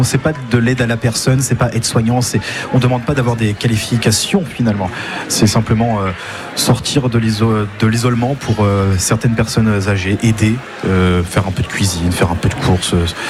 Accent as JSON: {"language": "French", "region": "Brittany", "country": "France", "said": "mais aussi chez nous en Bretagne, dans les résidences Domitis."}